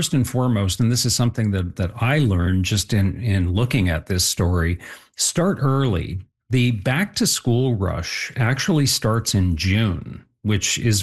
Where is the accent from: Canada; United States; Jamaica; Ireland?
Canada; is it worth it to me as a Canadian to leave those dollars in C